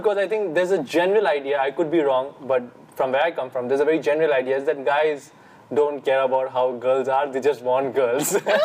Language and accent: English; Kolkata, West Bengal, India; moved away; I'm from Calcutta, from where Mother Teresa is, and I grew up there my whole life, but my family comes from North India, Northeast India, that is the hilly part of India.